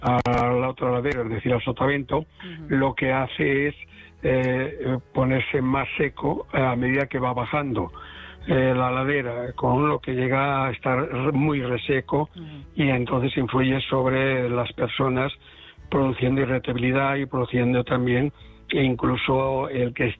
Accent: Galicia, Spain; Como buen gallego voy allí.

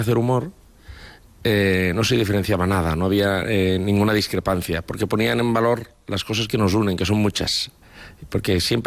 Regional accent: Valencian Community, Spain; lo que somos los valencianos, ¿no?

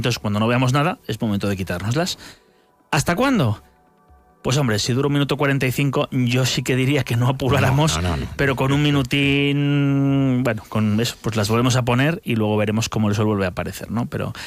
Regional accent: Losada, Spain; moved away; iba a mi pueblo, a Losada

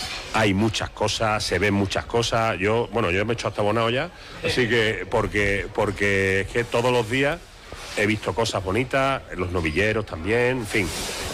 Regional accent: Seville, Andalusia, Spain; Yo soy sevillano.

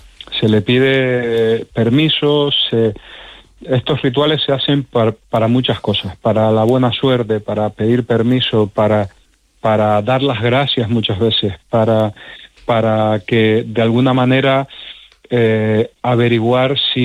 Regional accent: Canary Islands, Spain; Bueno, soy canario, o sea, que subimos y bajamos todos los días a la montaña. Las islas son muy, muy escarpadas y yo vivo en Tenerife y tenemos el Teide, son casi 4.000 metros.

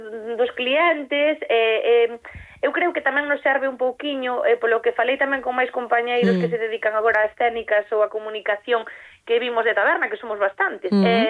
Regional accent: Galicia, Spain; Non son de Melide, son dunha parroquia que está entre Teixeiro e Guitiriz, pero sí que traballei en Melide nunha biblioteca durante moito tempo

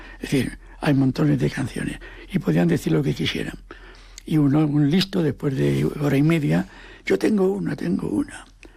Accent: Asturias, Spain; Como yo soy asturiano, digo, ¿de dónde?

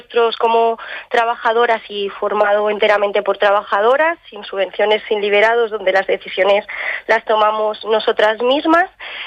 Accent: Teruel, Aragon, Spain; como probablemente muchas de las personas que ya hemos nacido aquí en Teruel, pero bueno, yo he nacido aquí, me he criado aquí y he desarrollado mi vida aquí, y aquí me quiero quedar también.

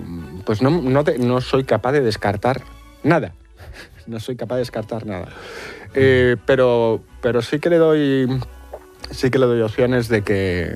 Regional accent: Spain; A ver si así pues como en Argentina, los españoles nos partimos la cara

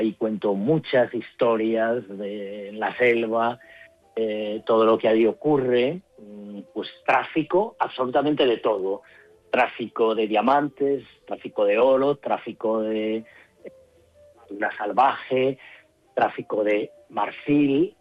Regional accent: Celanova, Galicia, Spain; also born or lived in Ivory Coast; ya sabes cómo somos los gallegos, y los gallegos somos muy viajeros. Yo soy muy viajero

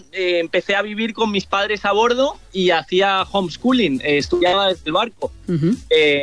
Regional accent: Madrid, Community of Madrid, Spain; nací en Madrid, me crié en Madrid, pero tengo casi toda la familia de Castilla y León, entre Segovia y Salamanca.

